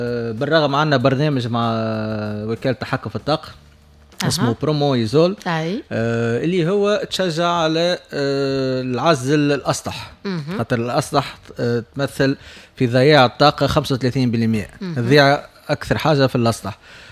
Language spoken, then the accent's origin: Arabic; Tunisia; موجودة عندنا في تونس